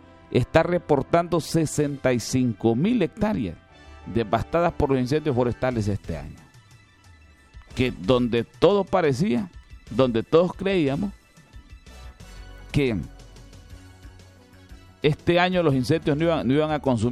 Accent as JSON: {"language": "Spanish", "region": "Yoro", "country": "Honduras", "said": "Es un trabajo que debemos de realizar todos como buenos lloreños."}